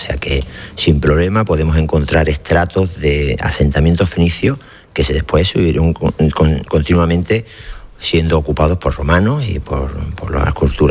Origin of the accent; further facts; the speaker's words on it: Morocco; Otros somos españoles, yo de Marruecos, otros andaluces.